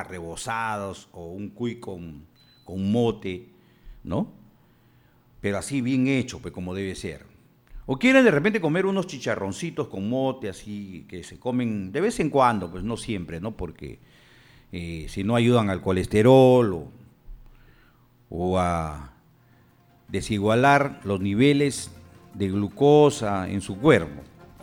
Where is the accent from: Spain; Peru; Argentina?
Peru; soy serrano también, ¿no? No me avergüenzo tampoco, me siento orgulloso, peruano al 100%.